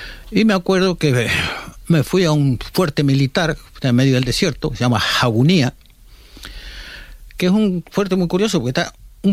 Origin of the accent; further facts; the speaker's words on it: Tenerife, Canary Islands, Spain; Yo como chicharro, como tinerfeño